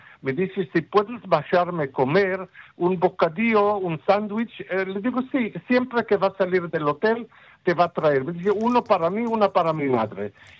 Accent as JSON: {"language": "Spanish", "country": "Israel", "said": "Yo soy de Israel"}